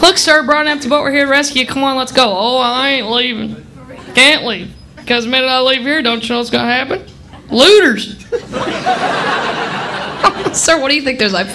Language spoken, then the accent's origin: English; Midwest, United States; So I did move to Los Angeles 2 days before the big earthquake. Whew, that was not in the brochure. I'm from the Midwest.